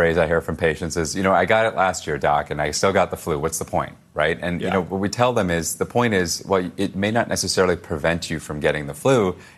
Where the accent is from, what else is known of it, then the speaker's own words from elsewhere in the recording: Arizona, United States; it's really the western U.S. states like, you know, Washington and California and my home state of Arizona.